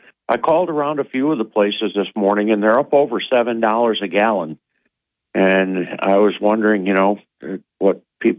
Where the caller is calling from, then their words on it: Oneonta, New York, United States; I'm calling from Oneonta.